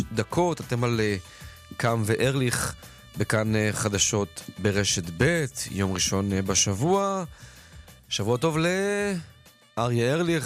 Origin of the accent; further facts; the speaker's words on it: Givatayim, Tel Aviv District, Israel; born there; אני עוד כילד, אני זוכר בבית הכנסת בגבעתיים